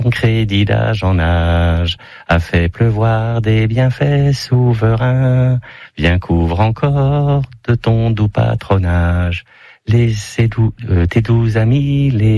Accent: Grand Est, France; Ça veut dire que quand on est lorrain, on a résisté au royaume de France

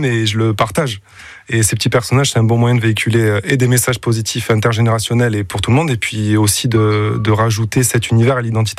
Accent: Occitanie, France; Et j'ai grandi en Cerdagne, donc j'ai un réseau là-haut.

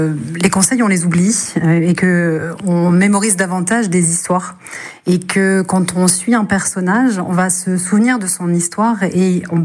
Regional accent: Hauts-de-France, France; ma région d'origine, les Hauts-de-France, où la frite est quand même un plat très convivial.

